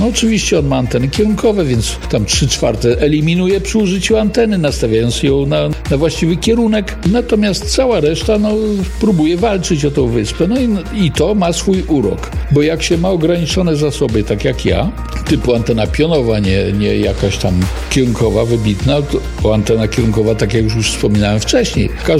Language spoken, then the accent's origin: Polish; Biała Podlaska, Lublin Voivodeship, Poland; znalazł, że my z Białej Podlaskiej